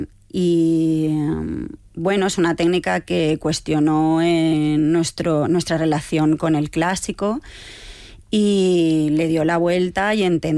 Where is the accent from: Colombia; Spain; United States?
Spain